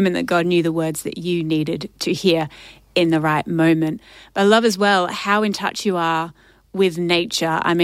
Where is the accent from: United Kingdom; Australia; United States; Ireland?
Australia; as an Australian, I know what that sound is like.